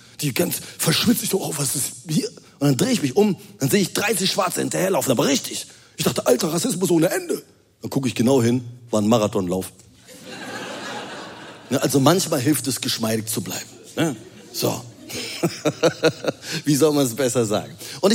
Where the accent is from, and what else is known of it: Rhineland, Germany